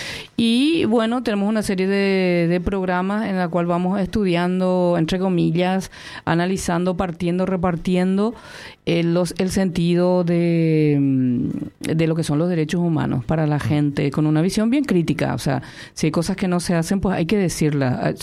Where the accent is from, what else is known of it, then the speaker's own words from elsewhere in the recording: Paraguay; now in Canary Islands, Spain; pero yo soy paraguaya.